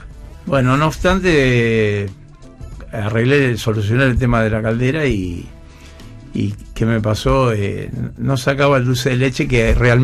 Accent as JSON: {"language": "Spanish", "town": "Luján", "region": "Buenos Aires Province", "country": "Argentina", "tie": "born there", "said": "somos todos de Santa Fe. Yo nací en Luján"}